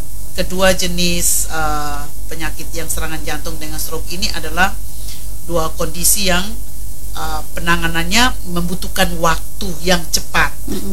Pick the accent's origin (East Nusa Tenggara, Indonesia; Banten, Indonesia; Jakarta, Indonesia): East Nusa Tenggara, Indonesia; Malaka; kalau saya orang Melaka